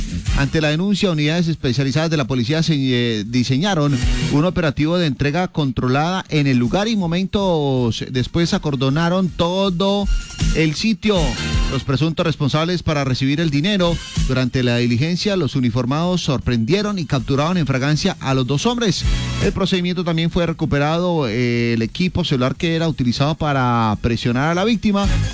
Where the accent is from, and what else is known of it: Colombia